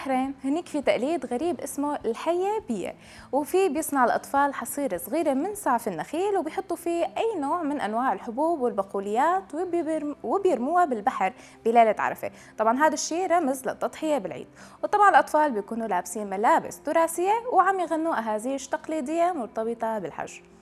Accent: Syria; عندنا بسوريا.

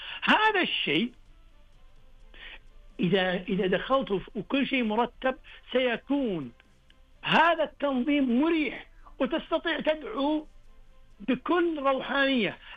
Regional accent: Saudi Arabia; born there; وأنعم الله سبحانه وتعالى وهذا فضله ونعمته أننا ولدنا في هذا البلد الطاهر.

